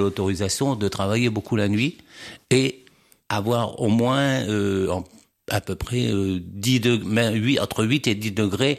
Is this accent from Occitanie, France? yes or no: no; Chartres, Centre-Val de Loire, France; Oui, je suis originaire de Chartres.